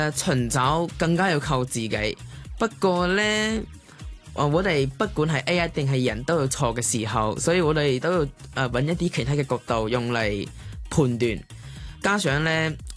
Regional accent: China; now in Hong Kong; 其實新年前我係由內地過嚟嘅，咁就係話上完小學之後啊，直至嚟呢邊上中學。當其時咧，我哋內地有一個文化就係內卷

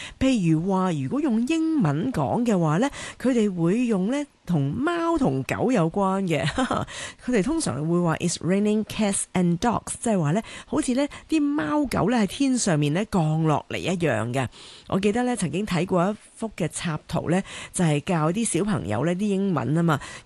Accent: Hong Kong; 我哋香港人

